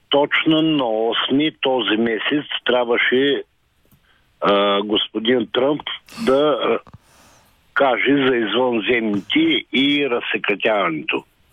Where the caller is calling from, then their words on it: Ruse Province, Bulgaria; съм от Русенско.